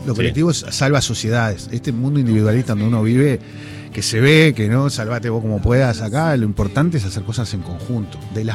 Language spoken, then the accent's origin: Spanish; Uruguay; Nosotros somos músicos uruguayos